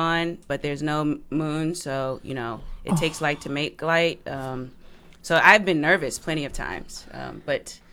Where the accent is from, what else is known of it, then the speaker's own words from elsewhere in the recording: Richmond, Virginia, United States; moved away; I'm from Richmond, Virginia.